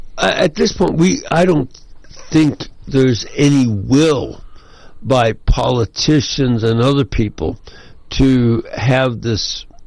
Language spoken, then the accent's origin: English; Chicago, Illinois, United States; born or raised there